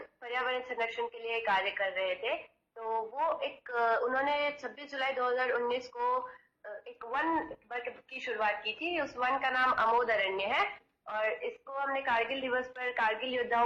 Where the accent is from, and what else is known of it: Kanpur, Uttar Pradesh, India; now in Bacheli, India